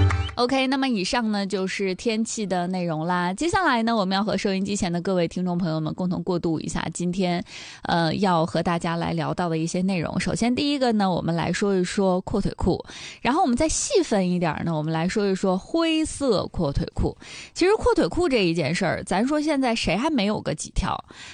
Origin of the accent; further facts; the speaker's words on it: Dalian, Liaoning, China; 咱们大连人